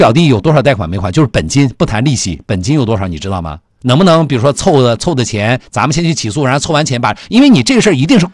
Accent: Northeast China, China; moved away; 东北，我就是东北出来的

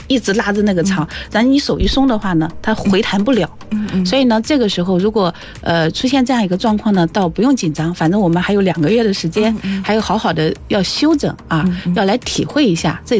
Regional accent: China

